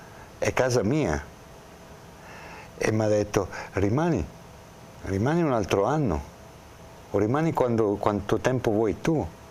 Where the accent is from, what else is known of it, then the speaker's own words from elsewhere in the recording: Bergamo, Lombardy, Italy; da buon bergamasco è un po' una testa un po' dura